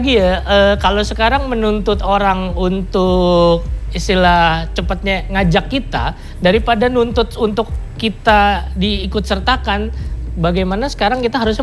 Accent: Jakarta, Indonesia; sebagai warga Betawi

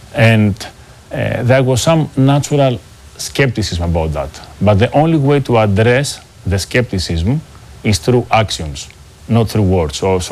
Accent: Greece; moved away as an adult; also born or lived in Indonesia; I grew up in Greece, and I got my first learnings and values in a family business environment. My grandparents were immigrants in Athens

